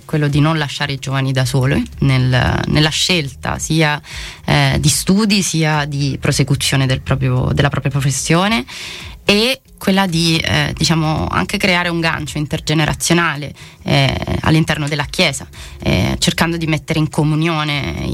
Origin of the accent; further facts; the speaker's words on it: Rome, Lazio, Italy; Io sono di Roma.